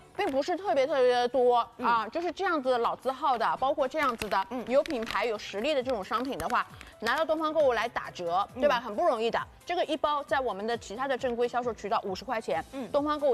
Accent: Shanghai, China

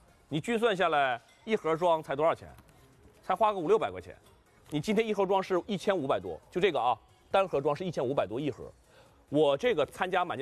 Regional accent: Heilongjiang, China; 你我是黑龙江人，我知道那个兴安岭啦，包括什么地方的环境好的

